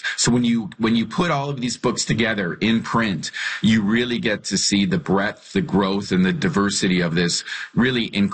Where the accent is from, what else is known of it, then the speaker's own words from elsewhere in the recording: Alberta, Canada; And when I was growing up in Alberta as a gay child, there was no representation.